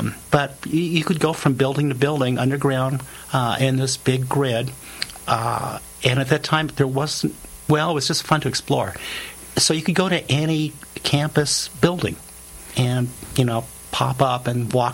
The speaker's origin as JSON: {"language": "English", "town": "Las Cruces", "region": "New Mexico", "country": "United States", "tie": "born or raised there", "said": "Growing up in Las Cruces, I realize now that I had a different childhood. So I grew up around the university."}